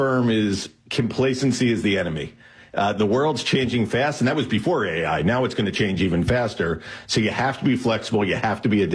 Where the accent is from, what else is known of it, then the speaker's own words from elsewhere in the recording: Pennsylvania, United States; I'm from suburban Philadelphia, and I have one older sister.